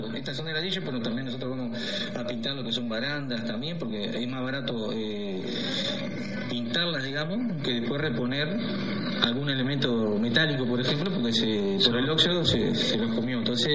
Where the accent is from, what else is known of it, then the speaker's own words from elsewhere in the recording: Río Negro, Uruguay; todos somos ciudadanos de Río Negro y todos tenemos que tener la igualdad esa, ¿no? No porque yo vivo en Fredento